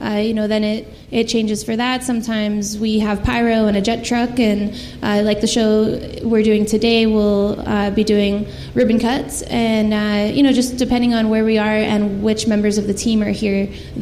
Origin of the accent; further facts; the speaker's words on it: Pittsburgh, Pennsylvania, United States; also born or lived in Arizona; now in Pine Mountain Lake, United States; but I went to school in Arizona, and I'm from Pittsburgh, Pennsylvania.